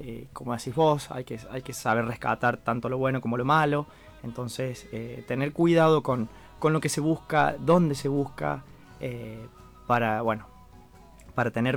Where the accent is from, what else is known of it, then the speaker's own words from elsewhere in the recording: Argentina; born there; orgulloso de haber nacido en Argentina, de ser argentino